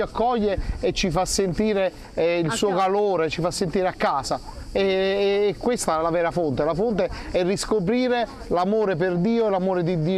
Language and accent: Italian; Montesarchio, Campania, Italy; Noi veniamo da Montesarchio, un paese in provincia di Benevento.